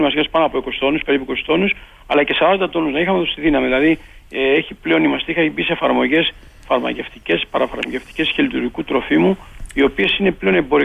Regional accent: Chios, North Aegean, Greece; moved away as an adult; also born or lived in Athens; Εγώ όταν έφυγα για φοιτητής από τη Χίο να πω στην Αθήνα, δεν πίστευα ποτέ ότι θα γυρίσω πίσω και ασχοληθώ με τη μαστίχα.

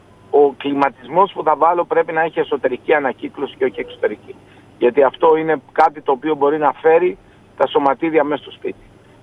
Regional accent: Thessaloniki, Central Macedonia, Greece; είμαι Θεσσαλονικός και ξέρω την τοπογραφία της πόλης.

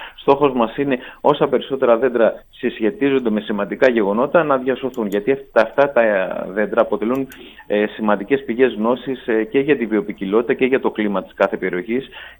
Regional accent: Peloponnese, Greece; Κατάγομαι και από τη Μεσσηνία, γνώριζα περισσότερο τον τόπο εκεί.

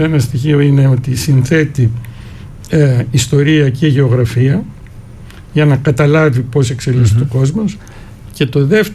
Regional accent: Greece

